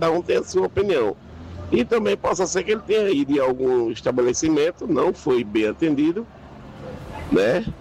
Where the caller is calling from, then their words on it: João Pessoa, Paraíba, Brazil; Sou daqui de João Pessoa